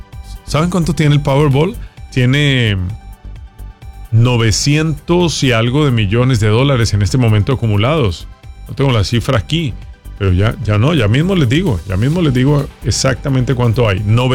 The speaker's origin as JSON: {"language": "Spanish", "country": "Colombia", "moved": "yes", "lives_now": "Miami, United States", "said": "el terremoto en mi país, Colombia"}